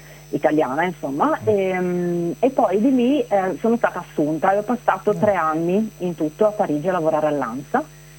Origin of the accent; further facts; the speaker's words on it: Villesse, Friuli-Venezia Giulia, Italy; moved away as an adult; also born or lived in Cormons / Trieste / Paris; now in Milan, Italy; E poi sono cresciuta a Villesse, ho fatto l'università a Trieste, uh-huh, e da lì ho fatto l'Erasmus a Parigi.